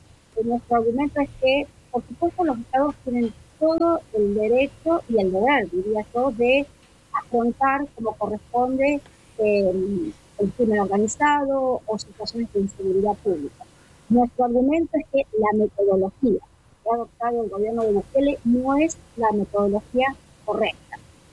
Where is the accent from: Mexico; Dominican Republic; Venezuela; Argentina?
Argentina; yo soy argentina y yo me crié en la dictadura argentina